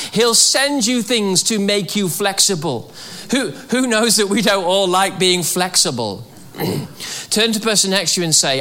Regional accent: Wales, United Kingdom; because I'm Welsh.

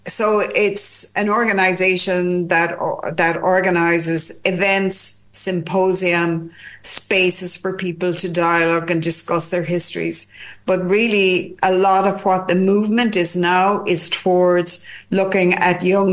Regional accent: Ireland; I'm Irish

